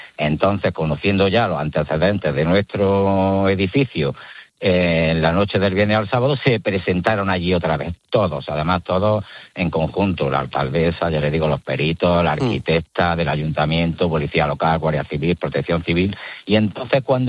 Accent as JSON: {"language": "Spanish", "region": "Andalusia", "country": "Spain", "said": "como todos los pueblos de Granada, pero casi todos somos de Granada."}